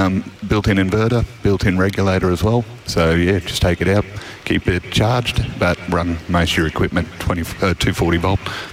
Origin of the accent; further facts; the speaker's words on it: Mackay, Queensland, Australia; Youngler. Yeah. I'm from Mackay.